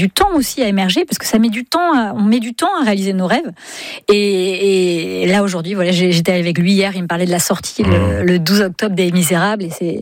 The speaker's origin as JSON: {"language": "French", "region": "Brittany", "country": "France", "said": "Ah, bah oui, mais on est breton ou pas?"}